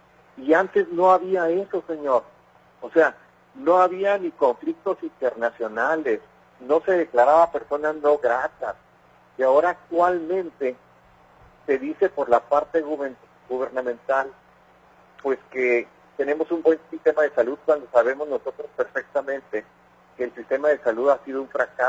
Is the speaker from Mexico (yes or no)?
yes; Mexico; nos preocupa como mexicanos.